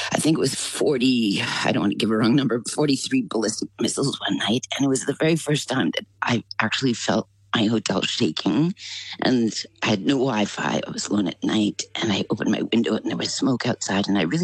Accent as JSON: {"language": "English", "country": "Canada", "tie": "born or raised there"}